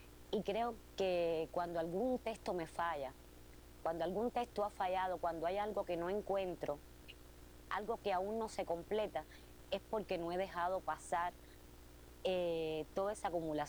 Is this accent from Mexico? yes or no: no; Cuba; Soy una mujer cubana, soy una mujer cubana que se parece muchísimo al público que va a ver a la sala. Soy también una mujer latinoamericana